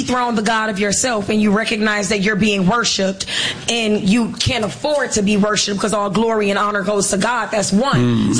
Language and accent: English; Detroit, Michigan, United States; And I'm from Detroit. I am from the east side of Detroit, and everywhere I go, when I tell people from Detroit, they have this like, oh, so you tough.